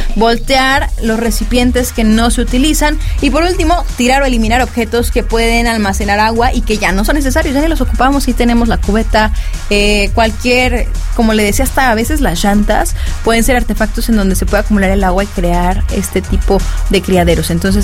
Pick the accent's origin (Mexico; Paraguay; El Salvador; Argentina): Mexico; Porque como buenos mexicanos siempre lo hacemos, sí.